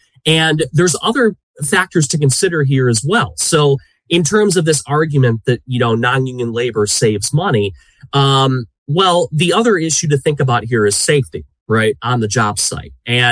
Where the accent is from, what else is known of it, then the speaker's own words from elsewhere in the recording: Michigan, United States; And even take my home state of Michigan.